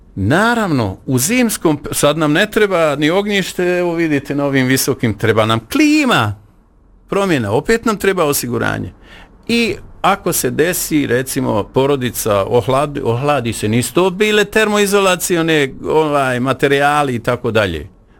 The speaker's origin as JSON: {"language": "Bosnian", "country": "Bosnia & Herzegovina", "said": "Ja sam čovjek Bosanac koji želi ovdje život kreirati i ovdje pričati o pričama."}